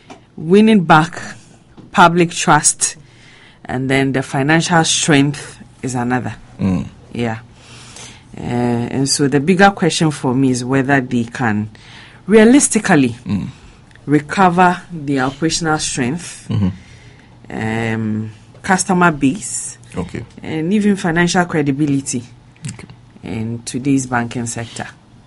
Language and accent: English; Ghana; in my hometown